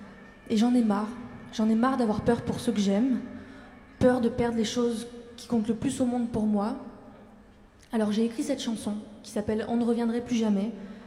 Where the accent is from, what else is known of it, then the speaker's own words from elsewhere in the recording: Lebanon; now in France; J'ai passé toute mon enfance au Liban avant d'être rapatriée en 2006 à cause de la guerre.